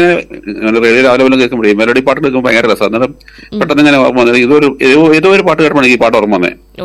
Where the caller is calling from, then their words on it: Palakkad, Kerala, India; പാലക്കാട് നിന്ന്.